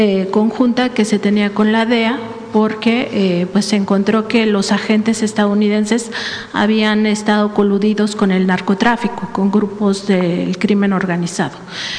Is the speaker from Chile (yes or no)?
no; Mexico; también es verdad que hay cosas que no podemos tolerar como país, como pueblo mexicano